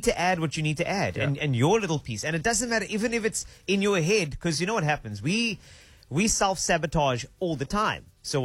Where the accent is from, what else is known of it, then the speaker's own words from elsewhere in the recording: Cape Town, Western Cape, South Africa; you know, I'm from Cape Town. Kope is much different for me.